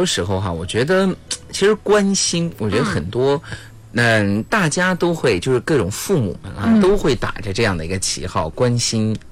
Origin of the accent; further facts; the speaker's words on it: Chongqing, China; accent: Chongqing dialect; 我们重庆话来说叫搭白撒起里头说